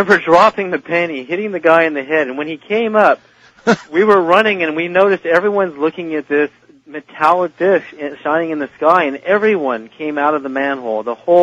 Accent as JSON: {"language": "English", "town": "Berkeley", "region": "California", "country": "United States", "tie": "born or raised there", "said": "I was born in 61 in Berkeley, California"}